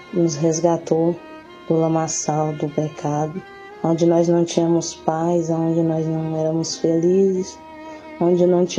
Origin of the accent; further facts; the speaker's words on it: Araguapaz, Goiás, Brazil; sou da cidade de Araguapaz, no interior de Goiás.